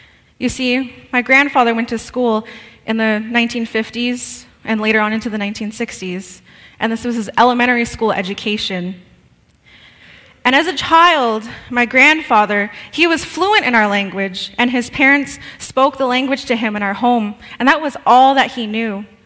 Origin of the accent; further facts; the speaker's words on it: Ontario, Canada; first language Oneida; English is a second language; I'm Bear Clan, and I'm from the Oneida Nation of the Thames, First Nations community. So being a First Nations woman